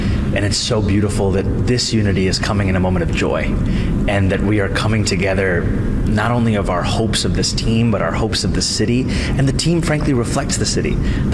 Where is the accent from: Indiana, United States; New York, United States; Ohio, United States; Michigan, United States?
New York, United States; New York City; as a New Yorker.